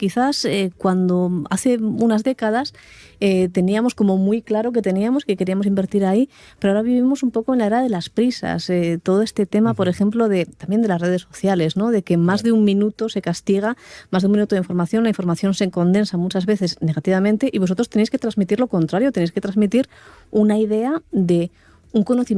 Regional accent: Gijón, Asturias, Spain; Yo la que habré tirado al monte, yo como soy de Gijón, pues entonces voy por lo alto, ¿no?

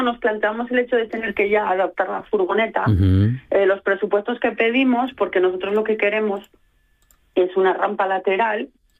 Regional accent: Gijón, Asturias, Spain; En este caso nosotros somos de Gijón, la llevamos a Oviedo

